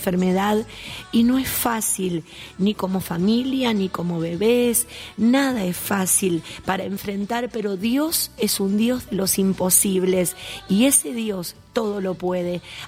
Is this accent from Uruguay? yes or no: no; Argentina; somos bien argentinos.